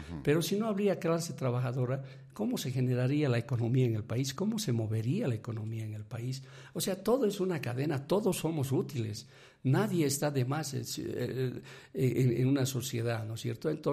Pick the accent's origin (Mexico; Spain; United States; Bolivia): Bolivia